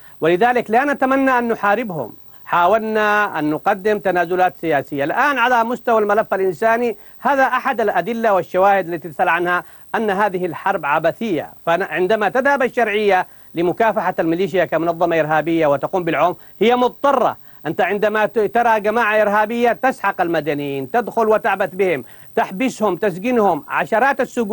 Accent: Taiz, Taiz Governorate, Yemen; كانوا عندنا في تعز، كنت أنا في تعز أيامها، كان الضرب على داري على بيتي يعني

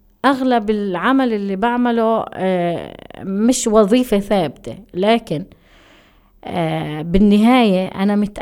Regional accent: Palestine; إحنا كشعب فلسطيني كلنا عنا تحديات،

